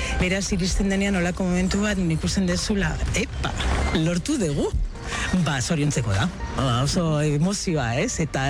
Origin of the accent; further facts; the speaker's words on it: San Sebastián, Basque Country, Spain; Txikitan bizitzen nintzen Donostin, Donostiko alde zarren.